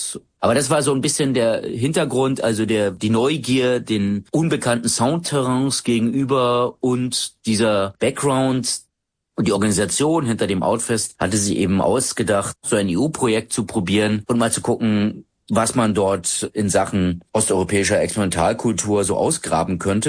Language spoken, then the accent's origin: German; Mecklenburg-Vorpommern, Germany; also born or lived in East Berlin / Greifswald; Ich wurde geboren im Sommer des Jahres 69 in Ost-Berlin, dann verschleppt nach Vorpommern. Dort bin ich, was damals nicht so genannt wurde, dort bin ich aufgewachsen. Das war mein Weltzugangspunkt über viele Jahre hinweg, wobei der nächste Orientierungspunkt Berlin, Hauptstadt der DDR, war.